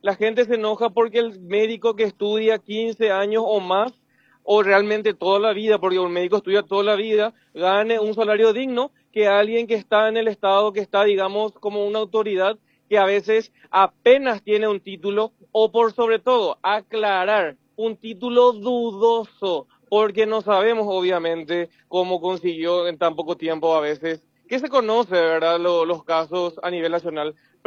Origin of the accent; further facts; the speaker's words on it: Paraguay; seamos dignos paraguayos